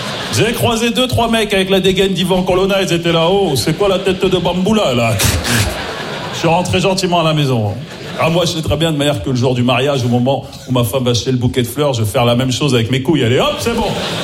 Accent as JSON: {"language": "French", "town": "Maisons-Alfort", "region": "Île-de-France", "country": "France", "tie": "born or raised there", "said": "parce que j'ai grandi à Maison Alfort en plus, tu vois, dans le 9-4"}